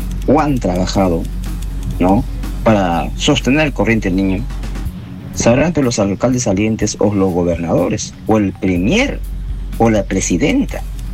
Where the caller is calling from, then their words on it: Callao, Peru; del Callao